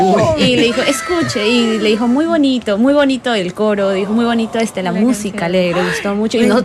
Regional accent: Peru; siendo peruanos, orgullosamente peruanos

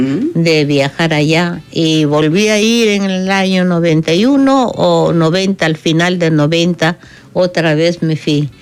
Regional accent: Peru; Artista folclorista del Perú viene en busca de familia.

